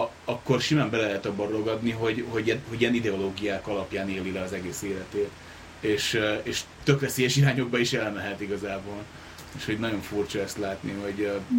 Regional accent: Hungary

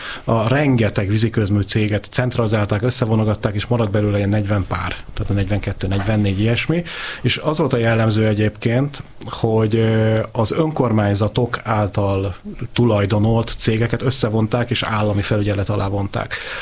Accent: Pécs, Baranya, Hungary; én pécsi vagyok

